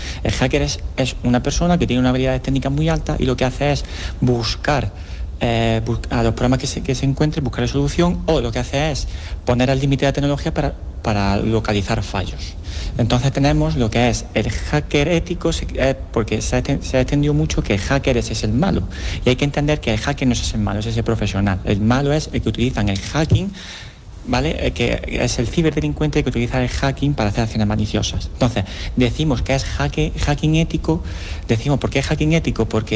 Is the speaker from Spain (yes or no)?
yes; Andújar, Andalusia, Spain; porque nosotros venimos de allí de Jaén, concretamente de Andújar, que allí pues ya estamos en la época en la que el sol no pica, el sol muerde.